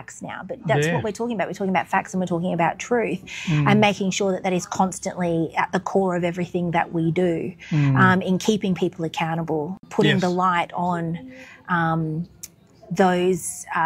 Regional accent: Weipa, Queensland, Australia; also born or lived in Brisbane; And I grew up in Weipa before I moved to Brisbane when I was about 10. So okay. I still claim Cape York.

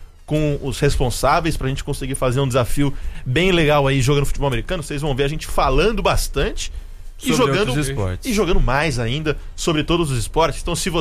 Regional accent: Rio de Janeiro, Brazil; Crescemos lá no Rio de Janeiro, só na transversal.

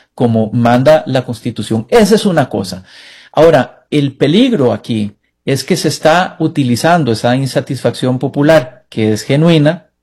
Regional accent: Costa Rica; como costarricense me siento orgulloso de eso

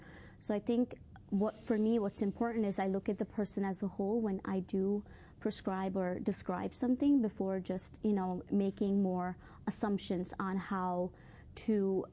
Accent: India; moved away; I grew up in India

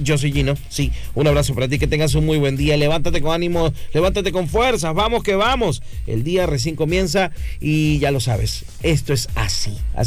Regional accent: Ecuador; así somos los ecuatorianos.

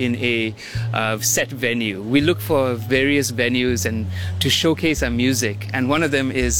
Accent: Singapore; we have so many different influences and we're born and raised in Singapore.

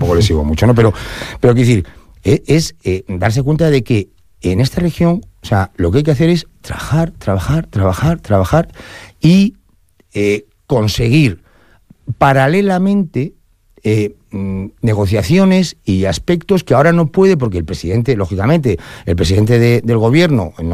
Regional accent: Asturias, Spain; los asturianos seguimos pensando de que esto sigue igual.

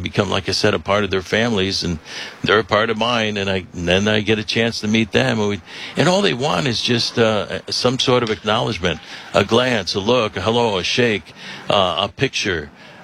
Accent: Chicago, Illinois, United States; now in Seattle, United States; I grew up in Chicago, but Seattle has been my home, you know, for 41 seasons.

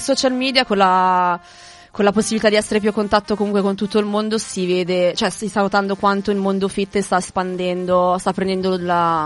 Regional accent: Cardano al Campo, Lombardy, Italy; born there; Certo, vengo da Varese. Esattamente da Galarate, anzi per essere ancora più precisa da Cardano al Campo, un piccolissimo paese vicino all'aeroporto di Malpensa.

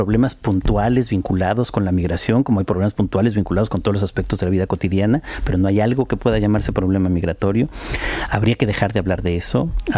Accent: Spain; Bueno, soy también español y no siempre me sentí en España, tengo que decirlo, absolutamente acogido

